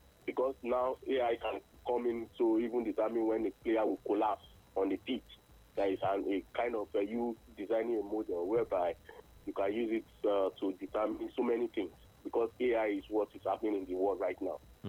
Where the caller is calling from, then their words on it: Liverpool, North West England, United Kingdom; I am calling from Liverpool.